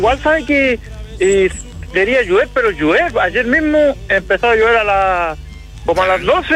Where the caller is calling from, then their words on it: Pichilemu, O'Higgins, Chile; de Pichilemu.